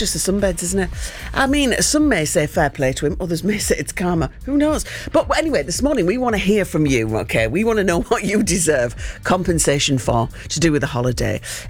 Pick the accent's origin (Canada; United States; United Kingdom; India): United Kingdom; We are British. We queue.